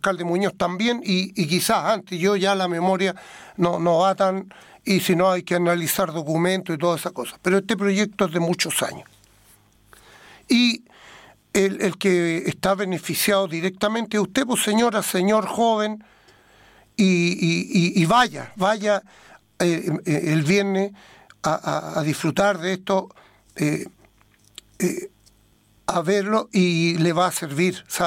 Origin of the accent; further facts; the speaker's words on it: Chile; somos de Chile